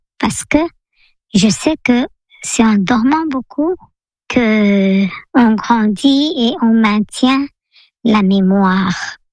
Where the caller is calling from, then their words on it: Abidjan, Côte d’Ivoire; Bonjour, Priorité Santé. … J'habite en Côte d'Ivoire, Abidjan. J'ai 60 ans.